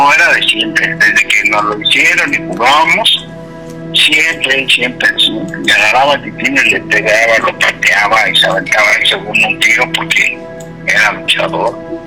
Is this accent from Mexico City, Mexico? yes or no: yes; Mexico City, Mexico; Mi abuelito nos llevaba a las luchas aquí a la colisión, pero nosotros somos aquí de Tepito.